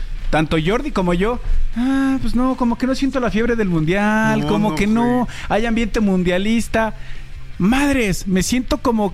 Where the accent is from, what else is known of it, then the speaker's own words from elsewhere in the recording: Mexico; para como mexicano, después de Haaland, creo que Bellingham fue el jugador que se ganó sí.